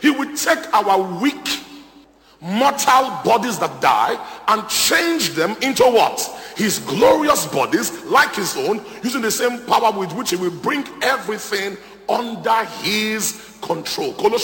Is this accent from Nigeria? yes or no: yes; Nigeria; My wife is an American. I am Nigerian.